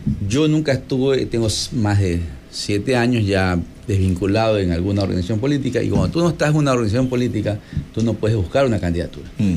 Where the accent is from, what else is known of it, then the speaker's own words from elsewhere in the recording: Manabí, Ecuador; moved away as an adult; also born or lived in Guayaquil; los manavitas vivíamos en potreros